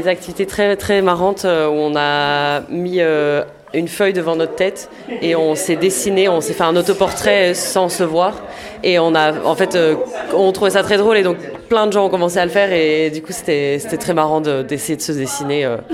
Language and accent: French; Belgium; je suis belge et en Belgique, les scouts, c'est pas du tout le même rapport qu'en France